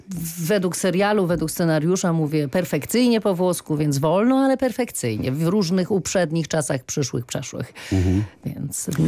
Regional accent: Austria; born there; Polish is a second language; Nie jestem włoskojęzyczną aktorką, jestem niemieckojęzyczną aktorką. Urodziłam się w Austrii.

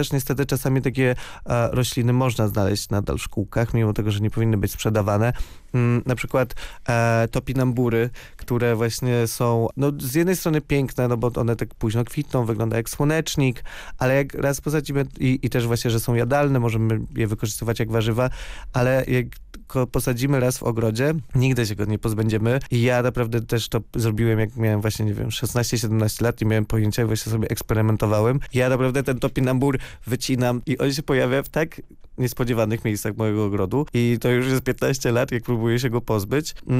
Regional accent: Tricity, Pomeranian Voivodeship, Poland; Ja jestem z Trójmiasta, u nas czasami takie pierwsze poważne mrozy przychodzą czasami nawet w grudniu dopiero.

